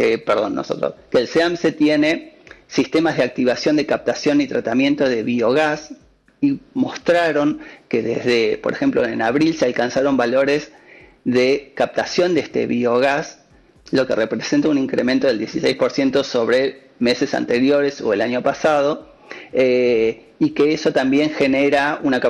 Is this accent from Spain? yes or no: no; San Carlos de Bariloche, Río Negro, Argentina; Yo soy de Bariloche